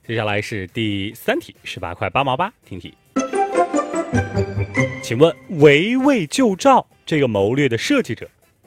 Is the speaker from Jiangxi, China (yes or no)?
yes; Jiangxi, China; 但是我作为江西人